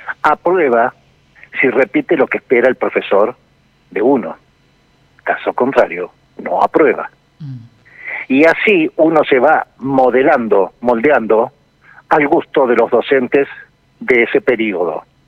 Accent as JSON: {"language": "Spanish", "town": "Bahía Blanca", "region": "Buenos Aires Province", "country": "Argentina", "moved": "yes", "lives_now": "Patagonia, Argentina", "said": "Soy patagónico por adopción, llegué en el año 78 de Bahía Blanca."}